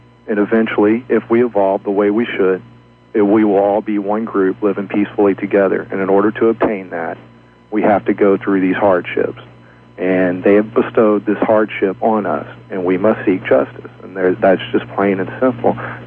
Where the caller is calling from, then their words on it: Texas, United States; I'm from Texas